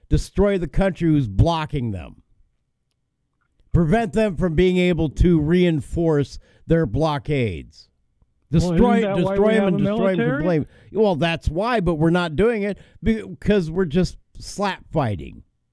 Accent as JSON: {"language": "English", "country": "United States", "said": "you know, I'm an American."}